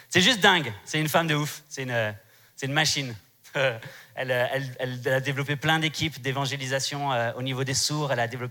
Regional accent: Strasbourg, Grand Est, France; Je viens de Strasbourg, je vous l'ai dit hier

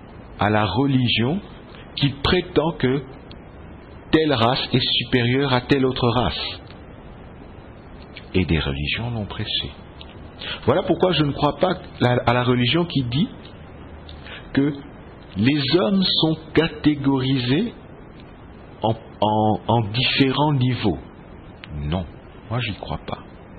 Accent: DR Congo; C'est vrai que sur ma carte d'identité, je suis congolais.

